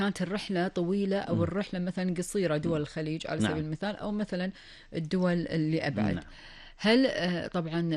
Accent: Kuwait; جو ديرتنا الحبيبة الكويت،

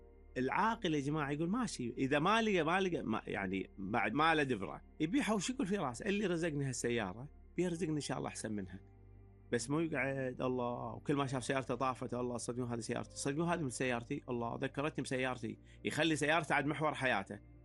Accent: Kuwait

